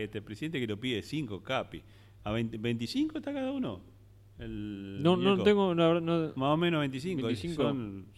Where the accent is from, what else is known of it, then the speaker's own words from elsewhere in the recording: Argentina; Hay que decirle a Abel Pinto que somos argentinos, que nos independizamos de los españoles, que cruzamos los Andes